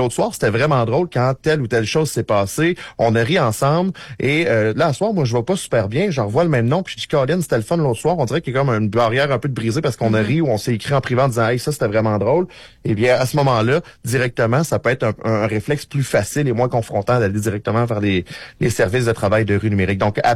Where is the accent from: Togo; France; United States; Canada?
Canada; Quebec; chez nous au Québec